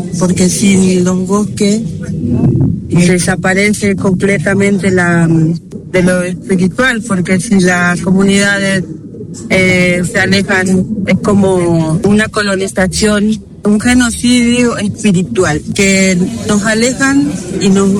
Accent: Rosario, Santa Fe, Argentina; vengo de Rosario, soy de la comunidad Kom.

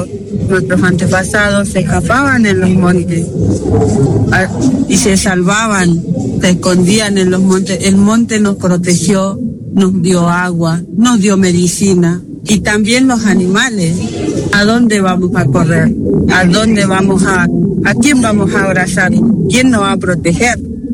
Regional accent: Rosario, Santa Fe, Argentina; vengo de Rosario, soy de la comunidad Kom.

